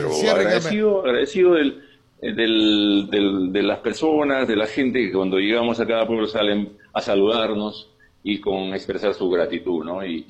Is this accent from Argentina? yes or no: no; Cajaruro, Amazonas, Peru; moved away as an adult